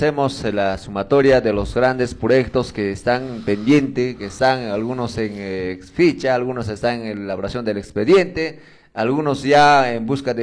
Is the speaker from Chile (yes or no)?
no; Chumbivilcas, Cusco, Peru; nosotros, hermanos, somos chumivilcanos y somos cusqueños